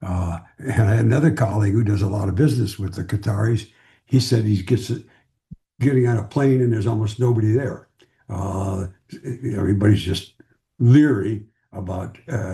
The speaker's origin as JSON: {"language": "English", "town": "Detroit", "region": "Michigan", "country": "United States", "tie": "born or raised there", "said": "No, I grew up in the Midwest in the, excuse me, in the 50s and early 60s."}